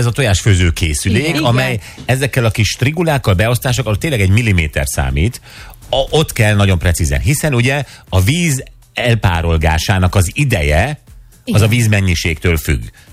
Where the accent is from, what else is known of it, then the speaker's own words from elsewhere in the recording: Budapest, Hungary; Mint budapesti, legalábbis.